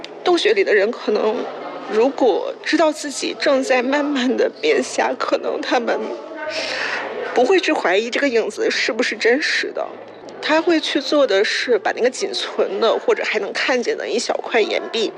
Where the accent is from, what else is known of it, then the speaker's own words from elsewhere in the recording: Harbin, Heilongjiang, China; now in Guangxi, China; 我是哈尔滨的。